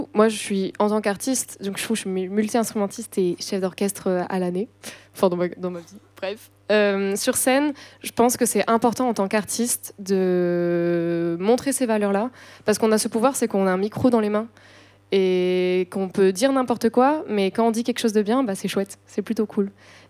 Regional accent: Landes, Nouvelle-Aquitaine, France; moved away; Moi, je viens des Landes, dans un petit patelin

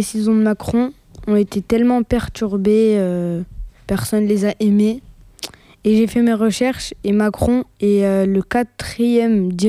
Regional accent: France; nous les citoyens en tant que Français

